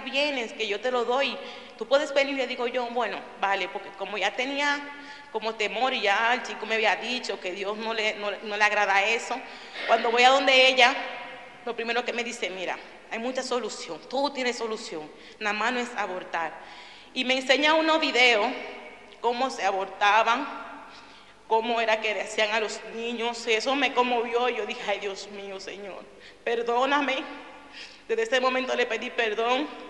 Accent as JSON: {"language": "Spanish", "country": "Dominican Republic", "moved": "as an adult", "said": "soy de República Dominicana, tengo 3 niños y quedé embarazada aquí."}